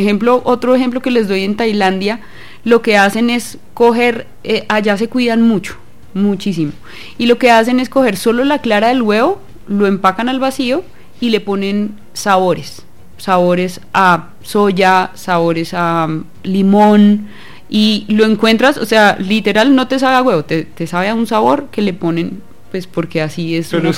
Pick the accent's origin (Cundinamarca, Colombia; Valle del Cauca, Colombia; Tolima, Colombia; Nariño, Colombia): Cundinamarca, Colombia; Zipaquirá; born there; Nací en Zipaquirá.